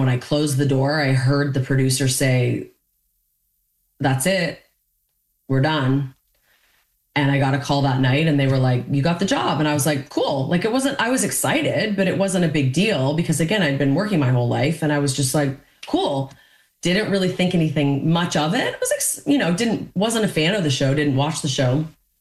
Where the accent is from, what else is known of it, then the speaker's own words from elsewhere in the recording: Canada; I feel weirdly, because of my childhood and the way I was raised and being Canadian, like I weirdly didn't really even process it.